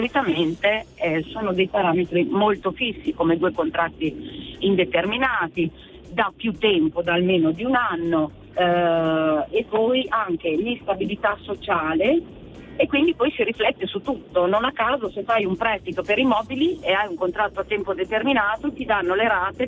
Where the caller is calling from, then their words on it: Parma, Emilia-Romagna, Italy; sono di Parma, della provincia di Parma